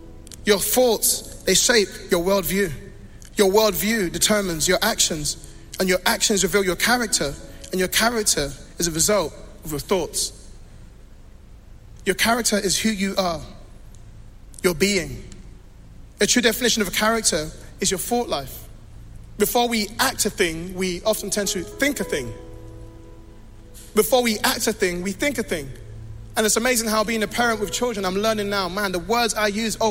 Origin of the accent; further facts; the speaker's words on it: London, United Kingdom; also born or lived in Congo; I'm from London. I'm from Congo.